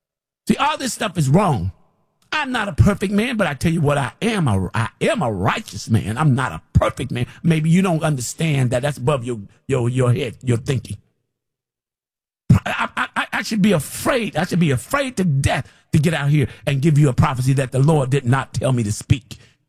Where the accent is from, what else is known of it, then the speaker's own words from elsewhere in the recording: United States; Like, I'm American.